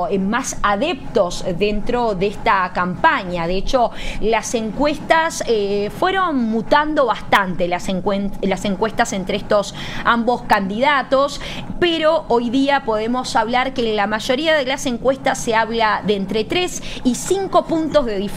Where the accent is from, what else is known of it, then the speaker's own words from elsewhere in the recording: Uruguay; now in Caracas, Venezuela; soy uruguaya, pero vivo en Caracas, Venezuela.